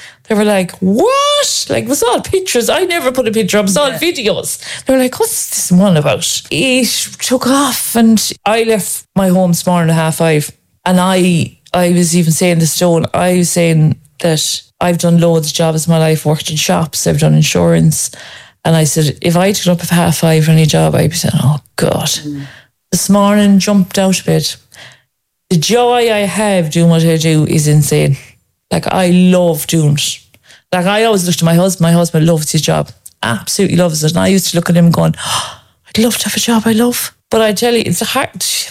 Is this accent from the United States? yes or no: no; Ireland; I don't think we laugh enough as Irish people anyway.